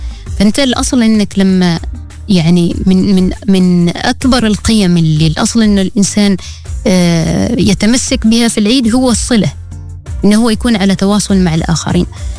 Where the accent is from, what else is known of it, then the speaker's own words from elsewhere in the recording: Oman; نحن كعمانيين